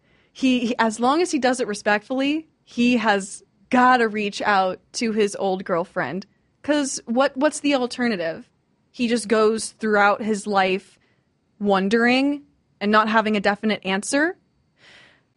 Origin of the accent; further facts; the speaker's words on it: United States; born there; going through the U.S. school system